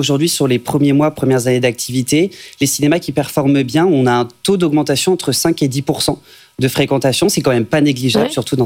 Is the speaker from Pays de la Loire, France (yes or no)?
yes; Nantes, Pays de la Loire, France; on est nantais.